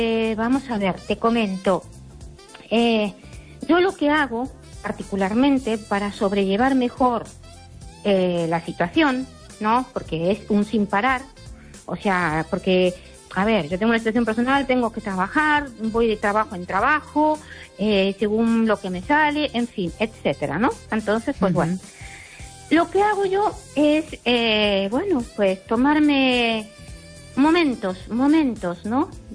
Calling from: Ourense, Galicia, Spain; de Orense.

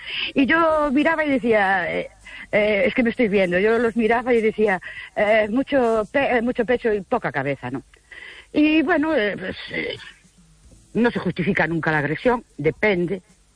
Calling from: Ourense, Galicia, Spain; Hola, buenas noches. … de Urense otra vez.

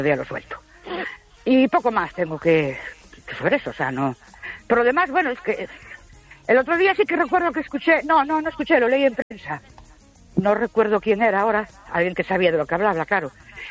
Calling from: Ourense, Galicia, Spain; de Ourense.

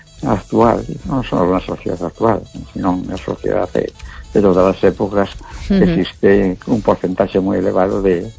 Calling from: A Coruña, Galicia, Spain; de La Coruña.

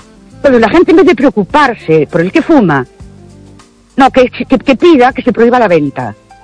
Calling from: Ourense, Galicia, Spain; Buenas noches. … de Ourense.

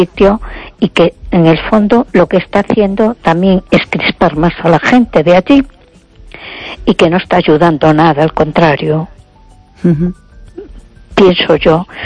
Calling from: A Coruña, Galicia, Spain; de Coruña.

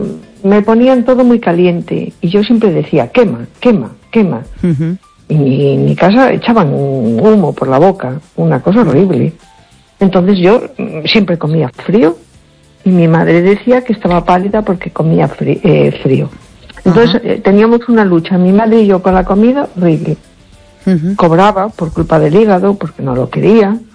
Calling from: A Coruña, Galicia, Spain; Hola, buenas noches. … de Coruña.

